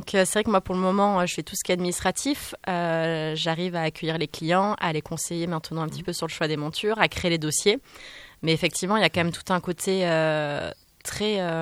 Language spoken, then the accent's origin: French; Nouvelle-Aquitaine, France; moved away as an adult; j'ai grandi à côté de Bordeaux, donc entre les deux.